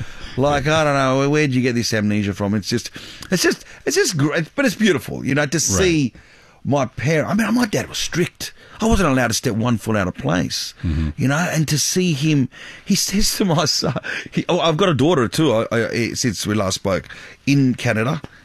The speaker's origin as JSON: {"language": "English", "town": "Sydney", "region": "New South Wales", "country": "Australia", "tie": "born or raised there", "said": "I grew up in Sydney, Australia."}